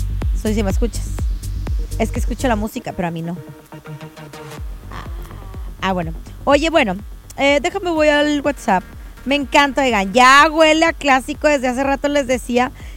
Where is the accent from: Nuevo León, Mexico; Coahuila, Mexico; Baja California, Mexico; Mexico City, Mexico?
Nuevo León, Mexico; Monterrey; como buenos mexicanos y buenísimos regios que somos